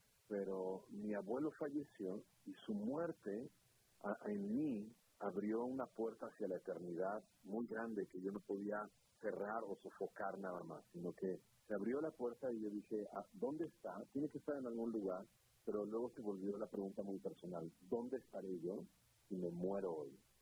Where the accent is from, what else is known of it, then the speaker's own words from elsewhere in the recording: Monterrey, Nuevo León, Mexico; como yo soy de Monterrey, Nuevo León, es una expresión norteña